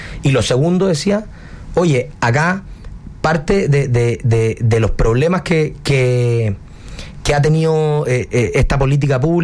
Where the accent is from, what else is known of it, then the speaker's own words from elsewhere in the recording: San Vicente de Tagua Tagua, O'Higgins, Chile; Yo soy San Vicente de Tahuatahua.